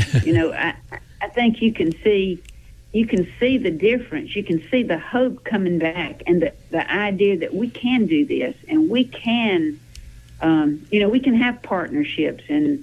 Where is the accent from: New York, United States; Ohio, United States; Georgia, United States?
Georgia, United States; Sandersville; I'm from Sandersville, Washington County, and my family's practiced medicine there for 200 years.